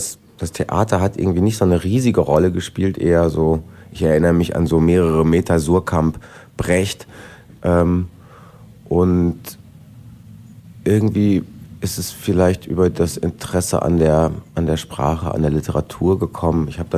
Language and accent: German; North Rhine-Westphalia, Germany; moved away as an adult; also born or lived in Zurich; Ich bin 1979 im Ruhrgebiet geboren, bin da 27 Jahre nicht rausgekommen, habe dort in Bochum die Schauspielschule besucht und dann hat es mich zu meinem ersten Engagement nach Zürich verschlagen